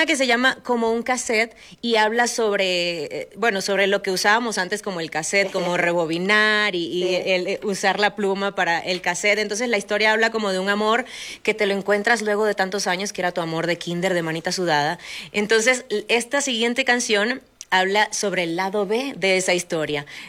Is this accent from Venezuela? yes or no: yes; Venezuela; Yo, por ejemplo, soy venezolana